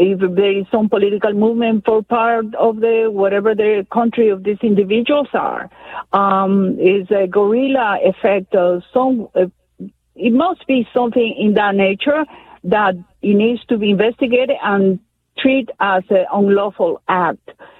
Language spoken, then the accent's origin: English; United States; thank goodness I'm American in a very civilized neighborhood.